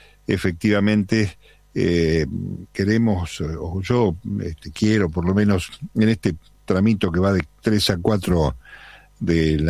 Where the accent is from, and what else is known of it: Argentina